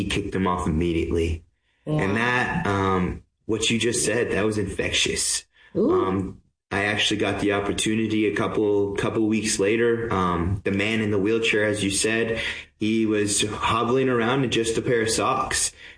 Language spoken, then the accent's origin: English; Montana, United States; I'm originally from Montana. My parents grew up here and they moved before our the children. My siblings were born. I moved here 7 years ago now